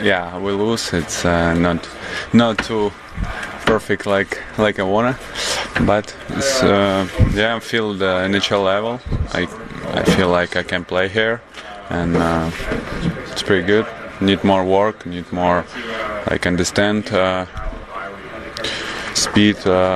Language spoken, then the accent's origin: English; Zhlobin, Gomel Region, Belarus; English is a second language; moved away as an adult; also born or lived in Minsk, Belarus; Yeah, I born here in Zlobin.